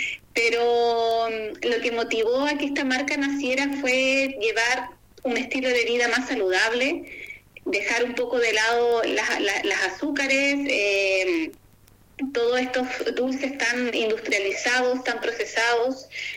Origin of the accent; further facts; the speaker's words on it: Patagonia, Argentina; Y Carancho porque somos de acá de la Patagonia.